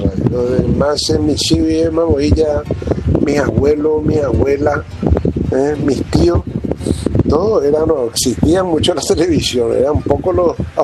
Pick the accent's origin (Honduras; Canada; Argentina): Argentina; also born or lived in Paraguay; now in Encarnación, Paraguay; Tanto medio angurepizado soy porque me crié en la Argentina, ¿verdad? Pero soy bien paraguayo.